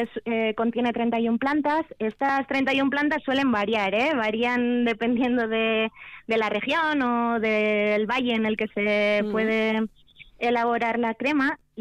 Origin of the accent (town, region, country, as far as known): Vitoria-Gasteiz, Basque Country, Spain; now in Araia, Spain